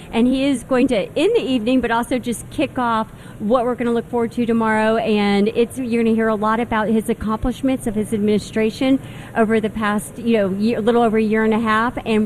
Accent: Kentucky, United States; Yeah, well, you know, I can tell you I'm from Kentucky.

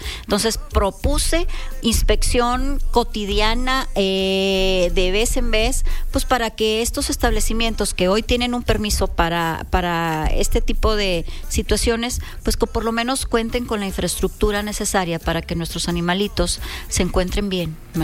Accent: Monterrey, Nuevo León, Mexico; a los que somos de Monterrey

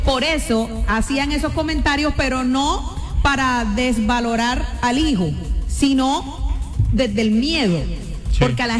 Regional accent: Cartagena, Bolívar, Colombia; somos las cartageneras. Las cartageneras estamos como el caballo cochero, ciego, enfocadas en un solo hombre.

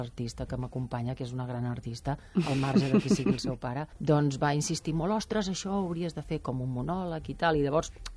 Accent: Barcelona, Catalonia, Spain; also born or lived in Molins de Rei; now in La Garriga, Spain; Jo sóc de Barcelona i després he viscut molts anys a Molins de Rei, que la família de la meva mare són d'allà. Per tant, sóc una mica de poble i una mica de la ciutat, i ara visc a la Garriga

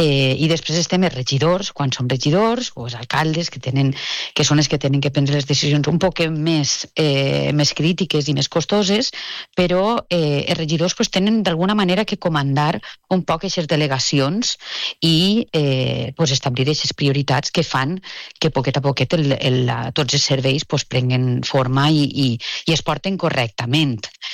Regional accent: Oliva, Valencian Community, Spain; Pues molta estima per el meu poble i per tots els que treballen i fan possible que un poble funcione

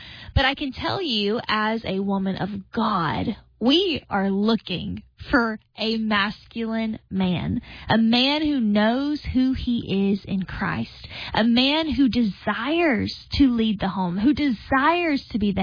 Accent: Georgia, United States; I'm from Georgia

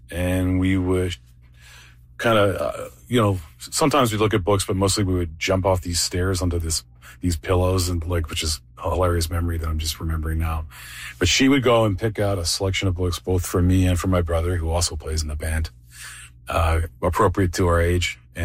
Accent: Saskatoon, Saskatchewan, Canada; We're from Saskatoon, Saskatchewan. We play rock and roll music.

